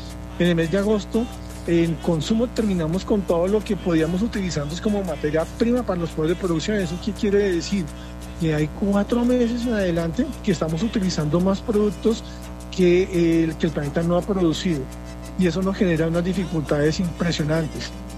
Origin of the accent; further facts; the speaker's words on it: Colombia; Eso, wow, es lo que todos hemos logrado como colombianos, como consumidores.